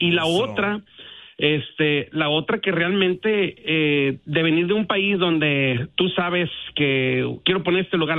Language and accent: Spanish; Tepic, Nayarit, Mexico; now in United States; nosotros somos de Nayarit, del estado de Nayarit, de la parte de Tepic, parte costera también de Santiago Ixcuintla, Nayarit.